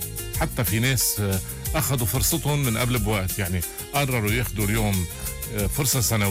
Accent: Lebanon; بحياتنا كلبنانية

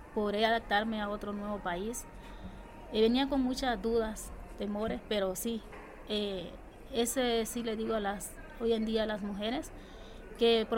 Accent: Honduras; moved away as an adult; mi acento no me ha ayudado. Cuando me preguntan, se me queda viendo, tú no eres de aquí, ¿verdad? No, soy de Honduras. Ah, sí, por tu acento.

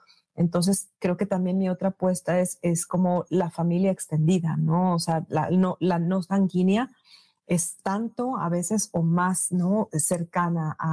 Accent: northern Mexico, Mexico; now in United States; en lugares de donde yo vengo en el norte

